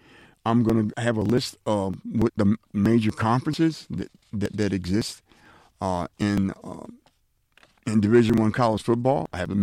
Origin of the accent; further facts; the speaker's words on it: New York, United States; Yeah, my Jets, as most of my listeners know, I'm a New Yorker, so I gotta back my Jets up.